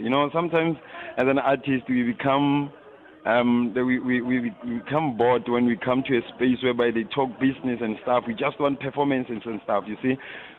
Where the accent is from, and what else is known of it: Koster, North West, South Africa